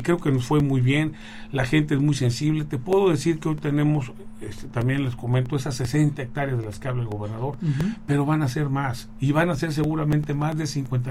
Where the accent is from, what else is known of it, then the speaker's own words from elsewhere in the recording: Puebla, Mexico; Como poblanos que somos